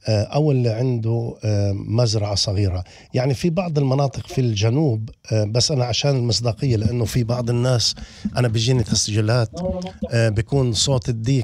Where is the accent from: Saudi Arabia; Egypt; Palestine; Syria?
Palestine; إحنا كفلسطينيين حنضل موجودين في كل مكان في العالم